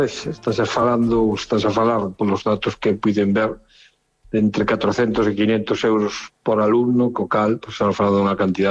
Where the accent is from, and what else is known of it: Lugo, Galicia, Spain